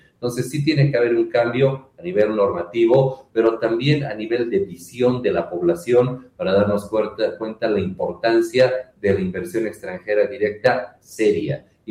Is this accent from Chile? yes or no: no; Bolivia